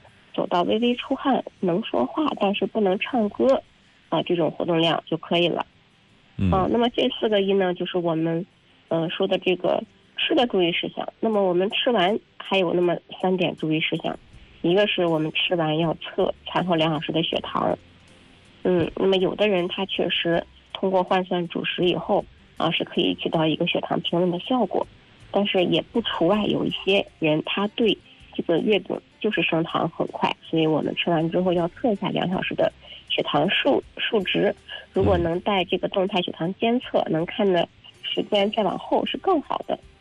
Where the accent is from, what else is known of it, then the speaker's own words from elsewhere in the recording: China; 我们中国人民